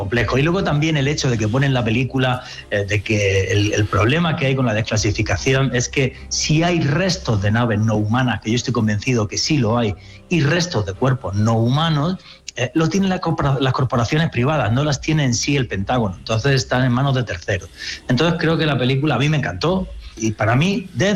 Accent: Spain; pues soy español y tremendamente feliz de poder colaborar contigo, sobre todo, y también con medios de comunicación españoles.

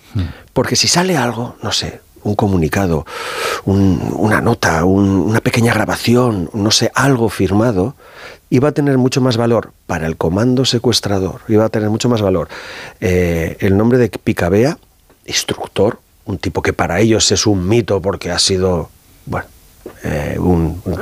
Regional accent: Irun, Basque Country, Spain; Yo soy de Irún, soy del 67, la misma edad que Miguel Ángel, mi vida ha sido atravesada por la violencia, la presencia de ETA, ¿no?

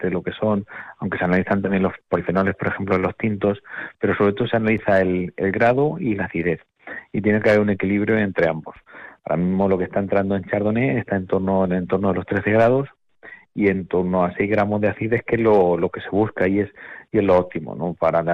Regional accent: Villarrubia de los Ojos, Castilla-La Mancha, Spain; Sí, nosotros somos de Villarrubia los que antes comenzamos

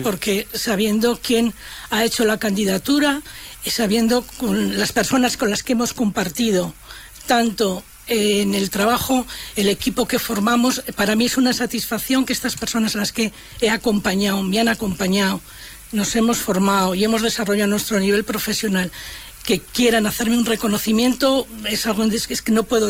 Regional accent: Tudelilla, La Rioja, Spain; Soy de Tudelilla, como siempre he dicho, ejerzo de de pueblo, ejerzo de Tudelilla.

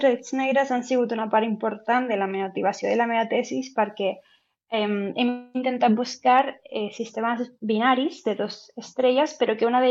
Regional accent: Lanzarote, Canary Islands, Spain; Catalan is a second language; moved away; jo és que sóc de Canàries, de Lanzarote

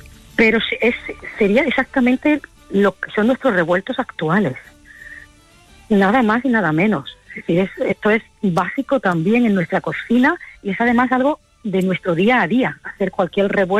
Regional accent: Granada, Andalusia, Spain; Bueno, yo soy de Granada.

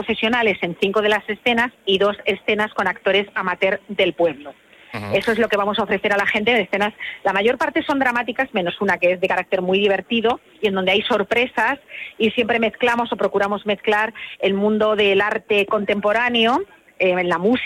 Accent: Castilla-La Mancha, Spain; muy agradecidos porque nos hayan recibido en la que es nuestra casa, porque somos castellano-manchegos

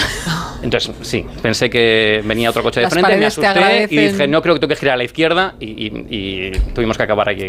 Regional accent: Vitoria-Gasteiz, Basque Country, Spain; Sí, sí, yo soy de Vitoria.

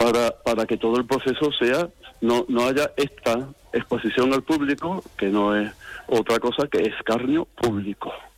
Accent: Seville, Andalusia, Spain; Nosotros somos de aquí, de Sevilla.

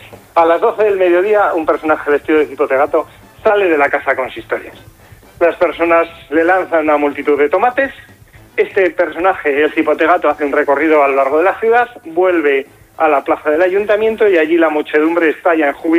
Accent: Aragon, Spain; soy un aragonés integrado.

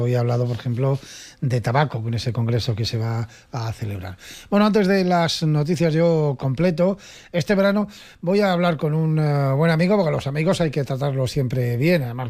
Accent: Extremadura, Spain; como extremeños de una tierra además que es bien bonita.

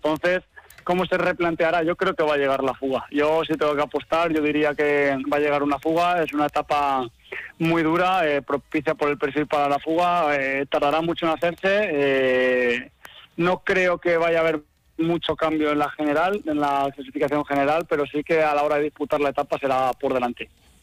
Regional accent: Albacete province, Castilla-La Mancha, Spain; born there; pasó por Motilleja y yo estaba ahí viéndola al lado de mi pueblo

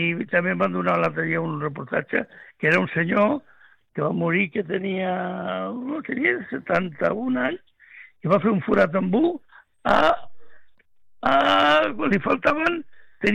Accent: Sitges, Catalonia, Spain; born there; jo, jo, però jo he nascut a Sitges.

